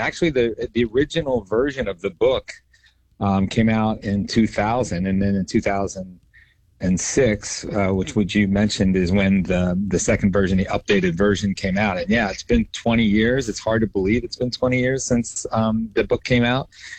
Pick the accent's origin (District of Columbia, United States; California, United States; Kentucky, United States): Kentucky, United States; I grew up in Northern Kentucky and was attached to Notre Dame as a fan in the early 70s